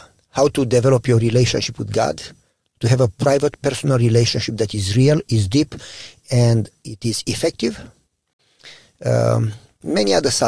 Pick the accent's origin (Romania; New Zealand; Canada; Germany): Romania; now in United States; Originally from Romania.